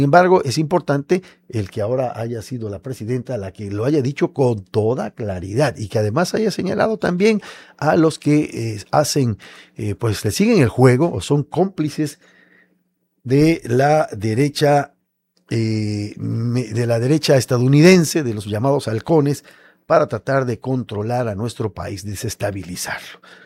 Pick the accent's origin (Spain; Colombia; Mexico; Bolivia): Mexico